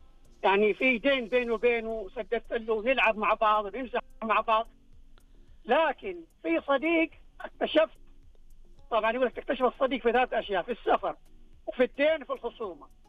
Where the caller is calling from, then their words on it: Jeddah, Makkah Province, Saudi Arabia; أنا بتكلم من جدة،